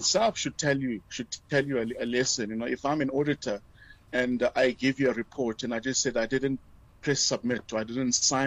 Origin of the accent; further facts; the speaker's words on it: South Africa; as South African citizens